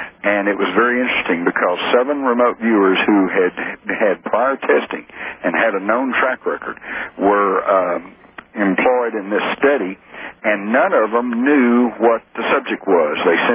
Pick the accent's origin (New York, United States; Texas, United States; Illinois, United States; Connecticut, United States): Texas, United States; Fort Worth; accent: Texas; I'm born and raised in Fort Worth.